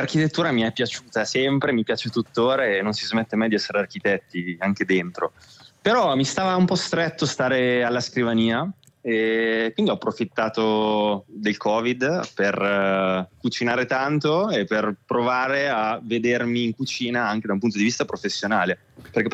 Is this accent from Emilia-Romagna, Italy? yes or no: yes; Piacenza, Emilia-Romagna, Italy; Invece io non griglio gli arrosticini, anche perché poi sono di Piacenza.